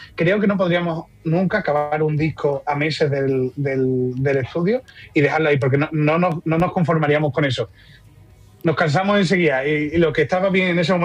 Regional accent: Montemolín, Extremadura, Spain; yo soy un pueblecito de al lado que se llama Montemolín.

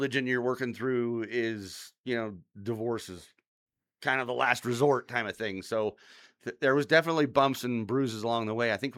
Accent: West Covina, California, United States; born there; I was born in West Covina, California, and born in 1974.

